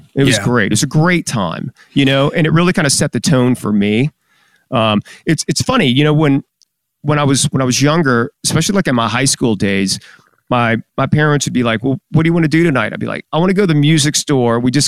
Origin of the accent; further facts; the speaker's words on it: Baton Rouge, Louisiana, United States; And then, you know, kind of growing up in Baton Rouge, everybody in my neighborhood was in a band.